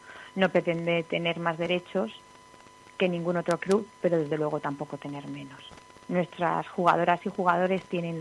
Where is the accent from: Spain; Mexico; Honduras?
Spain; Calatayud, Aragon; creemos que representamos a Calatayud porque somos de Calatayud y que debemos seguir representando a Calatayud.